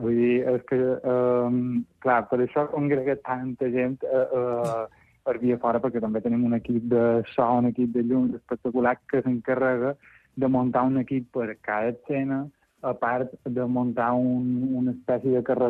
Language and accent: Catalan; Balearic Islands, Spain; jo som del Cudi